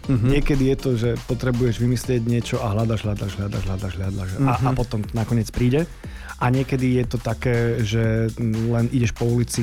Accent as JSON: {"language": "Slovak", "town": "Poprad", "region": "Prešov Region", "country": "Slovakia", "tie": "born or raised there", "said": "ja som vyrastal v Poprade"}